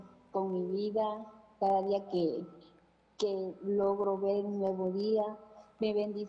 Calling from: Tlaxcala, Veracruz, Mexico; del estado de Veracruz, de Tlaxcala, en Veracruz.

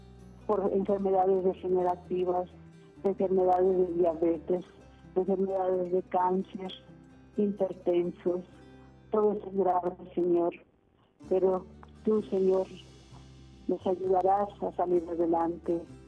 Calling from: Jungapeo, Michoacán, Mexico; De Jungapeo, Michoacán.

